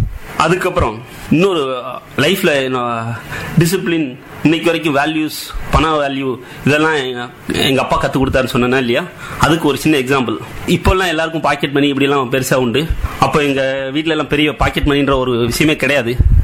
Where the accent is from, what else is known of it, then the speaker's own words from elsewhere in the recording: Tamil Nadu, India; என்னோட சொந்த ஊர் விருதுநகர் பக்கத்தில் ஒரு ஸ்மால் வில்லேஜ், 7000 பண்ணை. நான் 1978 பிறந்தேன்.